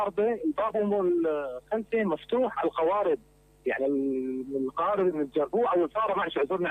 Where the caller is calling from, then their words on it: Homs, Homs Governorate, Syria; من مدينه حمص.